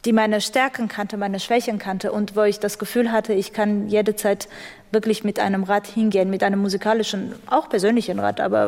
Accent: Armenia; now in Rostock, Germany; Ich vermisse Armenien als mein Heimatland schon, aber eben für andere Sachen, eben für das Essen, für die Menschen und für meine Familie, die dort noch lebt. Aber Rostock ist meine zweite Heimat geworden, tatsächlich.

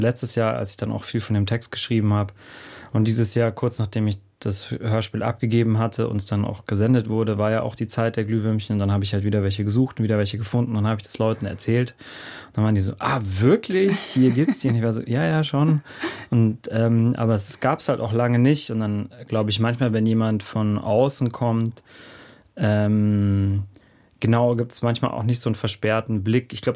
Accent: Bavaria, Germany; Zwischen München und Garmisch-Partenkirchen. Genau, also ziemlich genau dazwischen.

